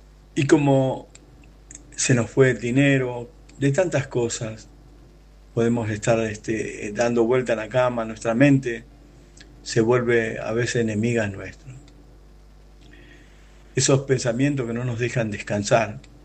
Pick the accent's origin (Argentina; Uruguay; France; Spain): Argentina; soy de Argentina